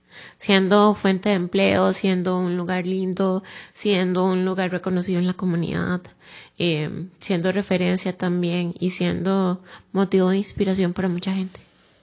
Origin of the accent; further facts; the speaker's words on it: Puntarenas, Costa Rica; moved away as an adult; yo soy de Punta Arenas, ahí estudié en la UCR con beca, soy de una familia, bueno, de un hogar un poquito disfuncional.